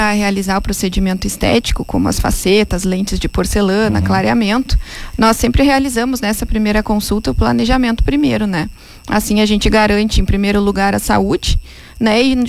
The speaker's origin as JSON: {"language": "Portuguese", "town": "Cachoeira do Sul", "region": "Rio Grande do Sul", "country": "Brazil", "tie": "born or raised there", "also_born_or_lived": "Porto Alegre", "moved": "yes", "said": "Eu sou natural de Cachoeira do Sul."}